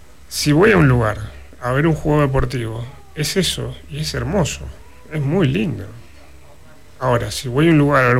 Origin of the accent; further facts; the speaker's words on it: Argentina; somos argentinos descendientes en gran parte o mayoría de europeos, españoles e italianos.